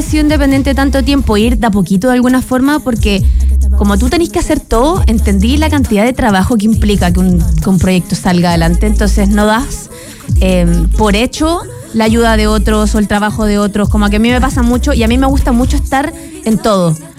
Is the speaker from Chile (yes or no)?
yes; Chile; accent: Chilean; now in Mexico; siento que no dejando de hablar como chilena